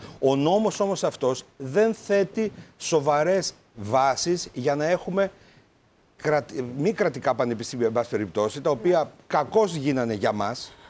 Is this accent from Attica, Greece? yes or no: no; Florina, Western Macedonia, Greece; Εγώ είμαι από τη Φλόρινα.